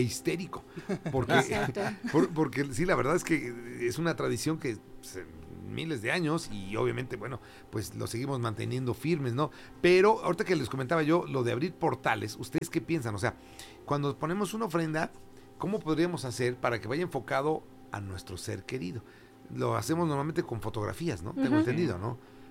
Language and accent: Spanish; Mexico; Si nosotros a veces, como mexicanos, nos sorprende, ¿no?